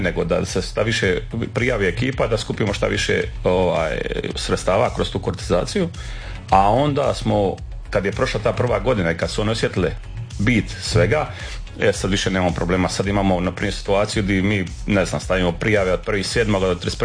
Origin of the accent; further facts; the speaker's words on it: Hrvace, Split-Dalmatia County, Croatia; što se kaže u mom tamo cetinskom kraju